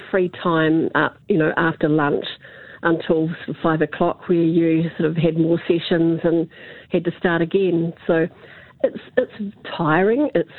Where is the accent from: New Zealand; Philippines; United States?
New Zealand